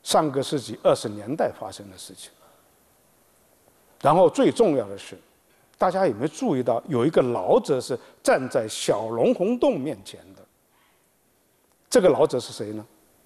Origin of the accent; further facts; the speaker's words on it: Hangzhou, Zhejiang, China; 我们杭州人